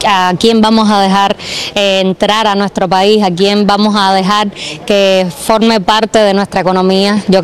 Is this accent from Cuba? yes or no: yes; Cuba; Yo, a mí, de las cosas que más me preocupan como cubana